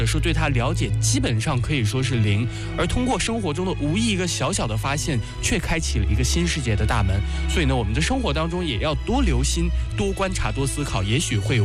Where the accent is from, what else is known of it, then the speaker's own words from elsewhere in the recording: China; 我们中国人